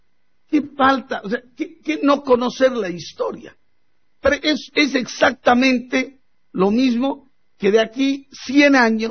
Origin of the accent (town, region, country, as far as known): Bolivia